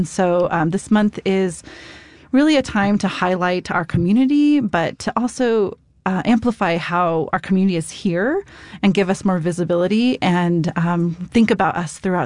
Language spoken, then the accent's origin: English; Denver, Colorado, United States; For me, growing up in Denver and being involved in the Asian American community, I have celebrated this month for many years.